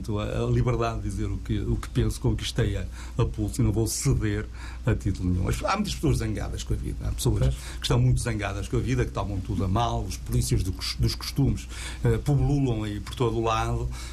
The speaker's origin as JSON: {"language": "Portuguese", "town": "Matosinhos", "region": "Norte", "country": "Portugal", "tie": "born there", "also_born_or_lived": "Mondego", "said": "eu nasci ao pé da água, nasci em Matosinhos, né? Depois desloquei-me para o Mondego"}